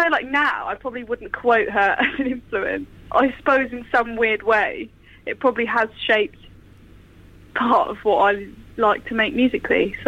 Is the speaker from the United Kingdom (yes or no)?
yes; Isle of Wight, South East England, United Kingdom; born or raised there